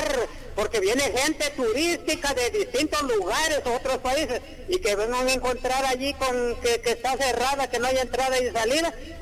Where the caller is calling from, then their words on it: Yamaranguila, Intibucá, Honduras; no soy de allí de La Esperanza ni qué sé yo, pero soy un intibucano. Soy de aquí del municipio de Yamaranguila.